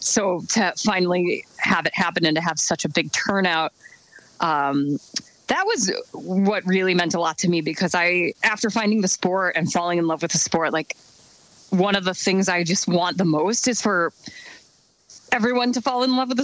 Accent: Wisconsin, United States; moved away as an adult; now in Boston, United States; I lived in Boston for 20 years now. I'm originally from Wisconsin

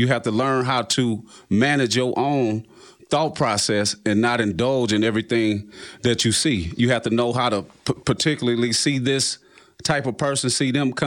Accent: St. Louis, Missouri, United States; I'm from St. Louis and always was going back and forth between St. Louis and East St. Louis.

